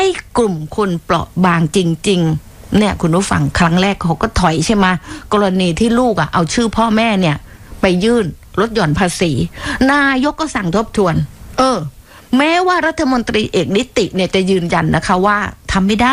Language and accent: Thai; Southern Thailand, Thailand; เราเป็นคนใต้นี้นะ